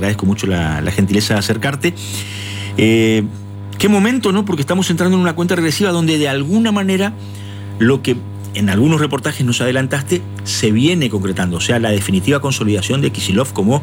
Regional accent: Argentina; yo como argentino

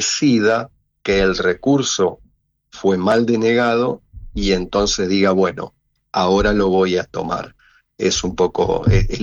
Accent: Pergamino, Buenos Aires Province, Argentina; Yo soy de Pergamino. Pergamino corresponde a la jurisdicción del Juzgado Federal de San Nicolás.

